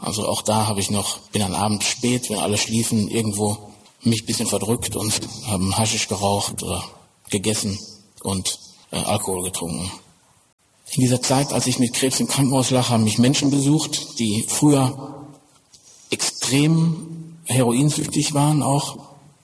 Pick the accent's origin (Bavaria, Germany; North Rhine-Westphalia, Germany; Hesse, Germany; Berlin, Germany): North Rhine-Westphalia, Germany; bin 41 Jahre alt. Ich bin aufgewachsen im Ruhrgebiet als Sohn eines Bergmanns